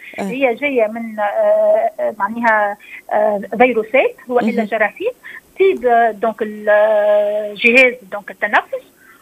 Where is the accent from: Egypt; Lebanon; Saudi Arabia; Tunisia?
Tunisia; احنا بلادنا تونس